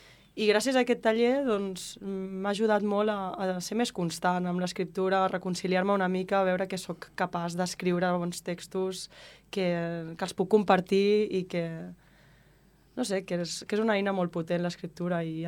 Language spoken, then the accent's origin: Catalan; Blanes, Catalonia, Spain; A mi em queda una mica lluny, jo vinc de Blanes.